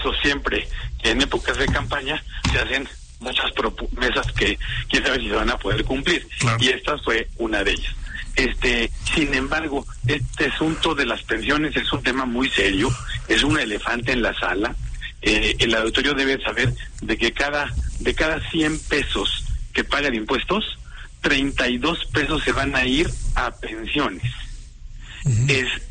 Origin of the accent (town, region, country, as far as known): Mexico